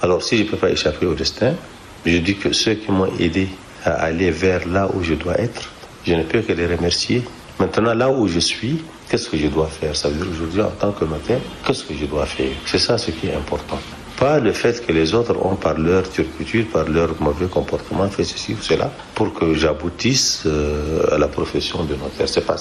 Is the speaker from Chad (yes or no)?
yes; Chad; Après tout, je suis tchadien, non, je leur appartiens tous.